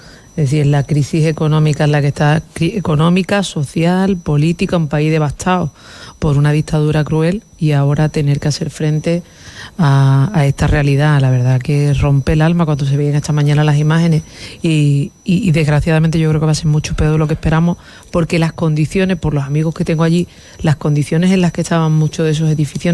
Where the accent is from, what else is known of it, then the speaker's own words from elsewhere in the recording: Andalusia, Spain; born there; nací en Andalucía.